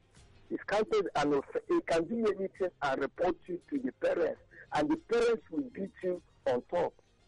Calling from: Nigeria; I'm calling from Eba.

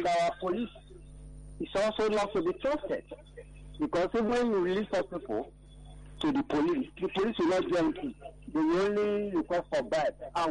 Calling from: Ikorodu, Lagos, Nigeria; I'm calling from Abanja in Ikorodu.

